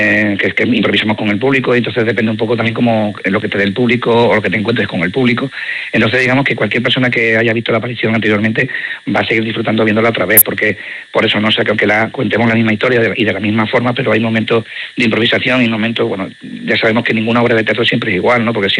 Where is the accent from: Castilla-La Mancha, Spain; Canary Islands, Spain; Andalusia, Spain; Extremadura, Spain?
Extremadura, Spain; somos extremeños, compañía extremeña, actores extremeños